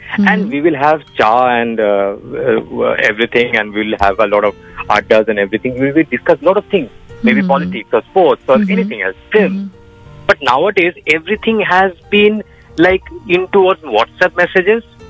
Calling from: Belgharia, West Bengal, India; I'm calling from Bilgoria.

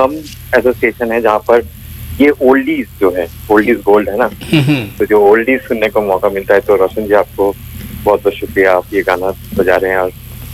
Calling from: Belgharia, West Bengal, India; बोल रहा हूँ बेलगुरिया से।

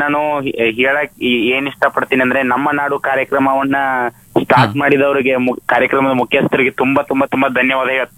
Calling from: Sutagundi, Karnataka, India; ವಿಜಯಪುರ ತಾಲೂಕು ಸುತಗುಂಡಿ ಗ್ರಾಮದಿಂದ

